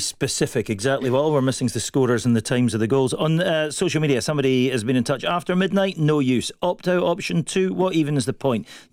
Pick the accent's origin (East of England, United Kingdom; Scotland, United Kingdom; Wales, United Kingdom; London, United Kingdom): Scotland, United Kingdom; Edinburgh; Craig Lockhart Pond near where I grew up in Edinburgh in the 70s